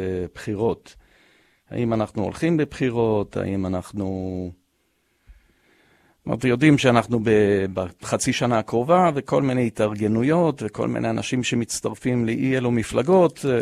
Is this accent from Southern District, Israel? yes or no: yes; Ashkelon, Southern District, Israel; born there; also born or lived in Southern United States; 55 שנה לעלייה שלנו לארץ, מהר מאוד, אני גדלתי באשקלון